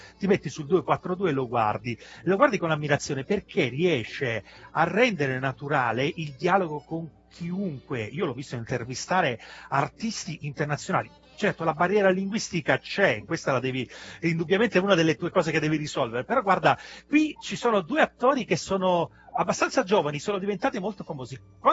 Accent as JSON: {"language": "Italian", "region": "Calabria", "country": "Italy", "said": "almeno io sono calabrese"}